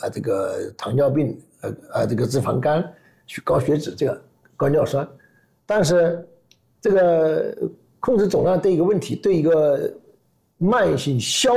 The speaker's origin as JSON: {"language": "Chinese", "country": "China", "said": "我们中国人有意识吃点西方的产品"}